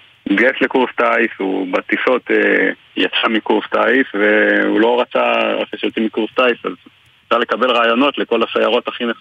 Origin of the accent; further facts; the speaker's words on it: Beit HaShita, Northern District, Israel; ההורים שלנו גרים בית מול בית, גדלנו ביחד באותו קיבוץ מגיל אפס.